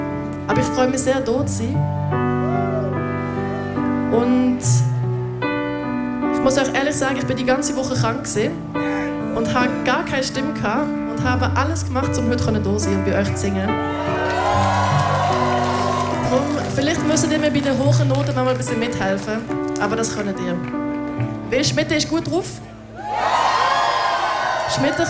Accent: Davos, Graubünden, Switzerland; accent: ein bisschen Baslerdeutsch, ein bisschen Hochdeutsch; Ich bin in Tafas geboren und aufgewachsen. Nein, falsch, falsch. Ich bin nicht in Tafas geboren. Ich bin in Tafas aufgewachsen. Ihr hört es meinem Dialekt an. Ich rede ein bisschen Baslerdeutsch, ein bisschen Hochdeutsch, ein bisschen Sänzlerdeutsch manchmal.

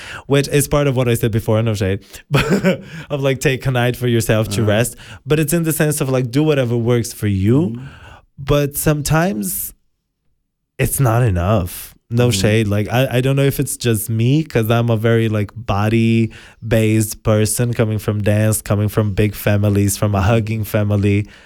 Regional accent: Brazil; English is a second language; moved away as an adult

